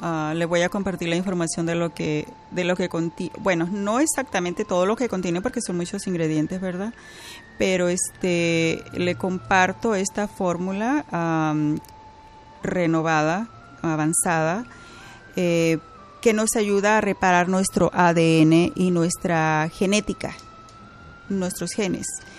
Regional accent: Culiacán, Sinaloa, Mexico; Yo soy de México, del estado de Sinaloa.

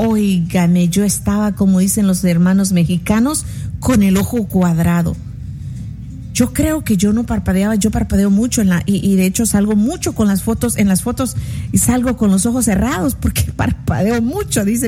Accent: El Salvador; Y yo recuerdo en una de esas festividades al aire libre en mi país, El Salvador, me acuerdo que estábamos debajo de muchos árboles de mangos.

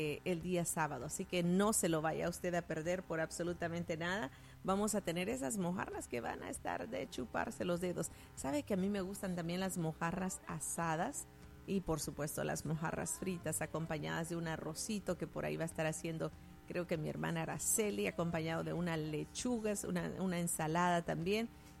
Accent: La Unión, El Salvador; moved away; en mi país, El Salvador, yo soy de El Salvador y sé que la mayoría lo saben que soy de la República de El Salvador, del Departamento de la Unión

